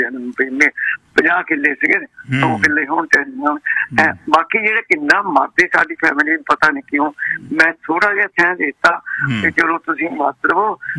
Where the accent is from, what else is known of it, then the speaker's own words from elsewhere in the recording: Pakistan; moved away; ਮੈਂ ਪਾਕਿਸਤਾਨ ਤੋਂ ਆਈ ਸੀ 8-9 ਸਾਲ ਹੋਏ